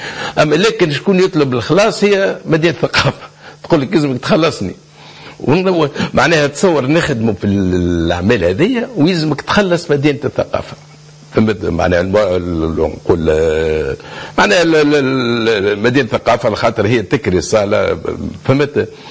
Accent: Tunisia; وأنا كتونسي بطبيعة

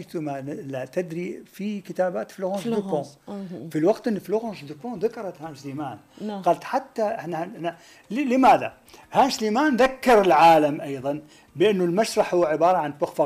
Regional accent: Iraq; moved away as an adult; now in France; لأنه أنا من جيت من العراق إلى فرنسا كان لدي دعوتين

